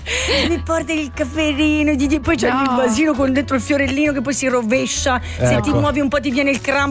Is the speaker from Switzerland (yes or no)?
yes; Biasca, Ticino, Switzerland; Sono proprio di Biasca.